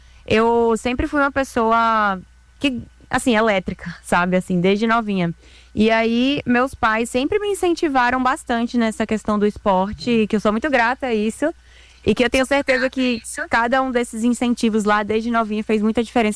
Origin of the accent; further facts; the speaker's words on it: São Paulo, Brazil; eu morava aqui em São Paulo, eu nasci aqui em São Paulo. E aí, aqui em São Paulo, eu comecei na ginástica olímpica. Aí me mudei pra Recife, porque meus pais se mudaram por conta de trabalho.